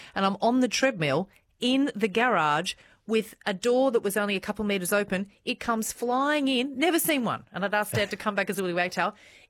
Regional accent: Warrnambool, Victoria, Australia; I grew up in Warrnambool.

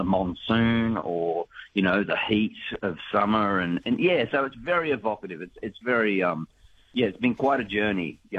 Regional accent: Grenfell, New South Wales, Australia; now in Bathurst, Australia; I grew up on a sheep farm west of Grenfell. So I was born in Grenfell

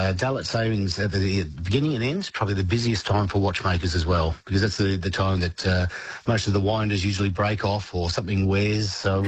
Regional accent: Melbourne, Victoria, Australia; as said, I'm from Melbourne. So I'd go into Melbourne, go to the watch.

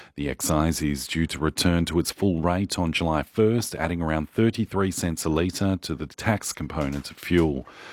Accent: Mullaloo, Western Australia, Australia; Oh, growing up in Mullaloo, I had my first job at the Mullaloo Beach Deli.

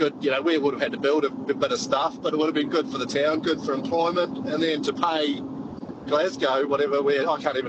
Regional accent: New Zealand; I'm from New Zealand as well, so to see some New Zealand athletes and the Australian athletes.

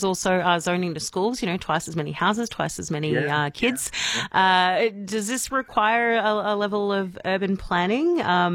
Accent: Melbourne, Victoria, Australia; I come, I'm from Melbourne where there's a lot of units and a lot of 1As and Bs and Cs and Ds

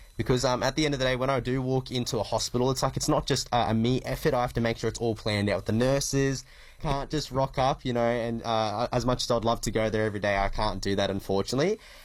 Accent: Mackay, Queensland, Australia; my hometown of Mackay

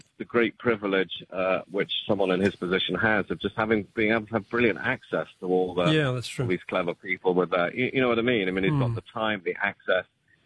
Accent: South East England, United Kingdom; now in Oxford, United Kingdom; I'm from Oxfordshire. I'm an Oxonian, and I live in Oxford, so not very far from Piddington.

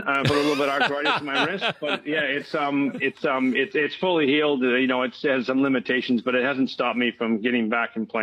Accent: Canada; moved away as an adult; now in Adelaide, Australia; And then when I grew up in Canada, when I was in my 20s playing in those, I guess, small towns, there was 50,000 people and there was six rinks.

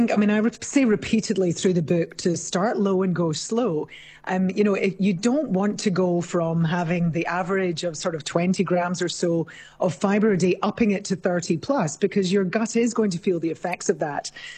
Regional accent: Scotland, United Kingdom; I'm Scottish originally, of course, so I grew up eating oats.

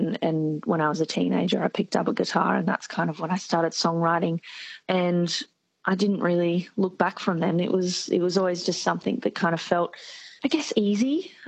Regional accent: Queensland, Australia; I'm from Southeast Queensland

